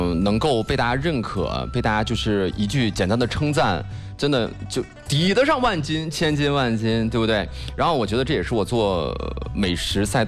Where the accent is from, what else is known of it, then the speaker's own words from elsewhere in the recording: Xingtai, Hebei, China; 第二名我会给到我们家乡的这个邢台的焖饼